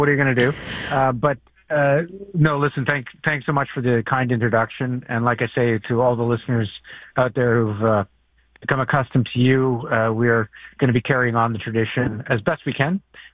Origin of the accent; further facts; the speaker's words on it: Canada; I'm fiercely Canadian, just like everybody else.